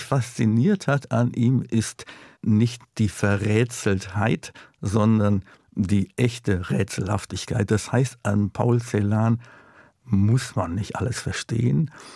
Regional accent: North Rhine-Westphalia, Germany; moved away as an adult; also born or lived in Freiburg im Breisgau; now in Berlin, Germany; wenn man aus diesem düsteren, wirklich kaputten Ruhrgebiet kommt.

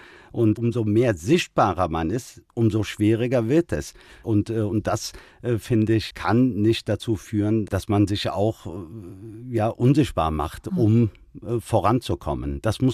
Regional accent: Germany; Ich gehöre in diese Gesellschaft, ich bin Deutscher, aber ich habe auch eine Identität.

